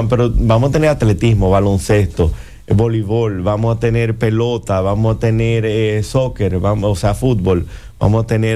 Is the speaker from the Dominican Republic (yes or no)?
yes; Dominican Republic; Nosotros los dominicanos somos una isla pequeña